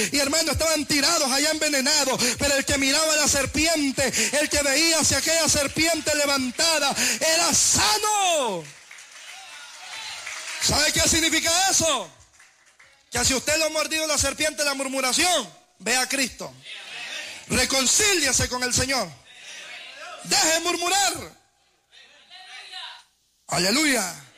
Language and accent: Spanish; El Salvador; Así como nosotros, que no somos nativos propios del Salvador, no somos.